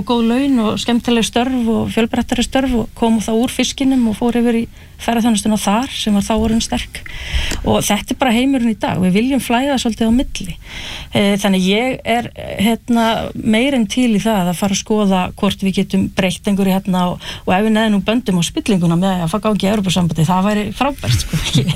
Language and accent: Icelandic; Hrísey, Northeastern Region, Iceland; að ég brálst upp í Hrísi og horfði að sjá rútverðin þar hrynja